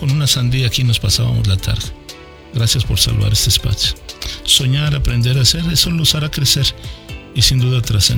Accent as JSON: {"language": "Spanish", "region": "Chihuahua", "country": "Mexico", "said": "Chihuahua somos nosotros, los menonitas, los mormones, los lebarones, los mestizos, los pimas, los guarojíos, todos nosotros somos Chihuahua."}